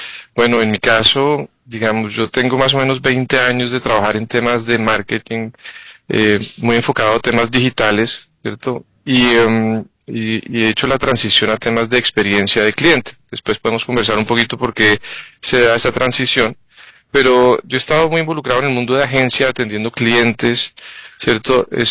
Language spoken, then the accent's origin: Spanish; Colombia; moved away as an adult; also born or lived in Costa Rica / Madrid; Entonces, soy colombiano originalmente, llegué a Costa Rica en el 2000 con Procter & Gamble, ¿cierto? Y he tenido la oportunidad de vivir en muchos lugares, ¿no? En Madrid, ¿cierto?